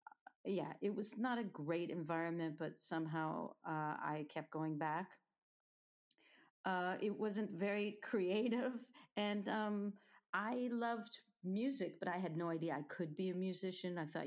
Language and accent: English; Toronto, Ontario, Canada; also born or lived in Berlin; I was born in Toronto, in a suburb, and I went to Jewish parochial school, so that's like half day Hebrew, half day English, and I was not very happy about it.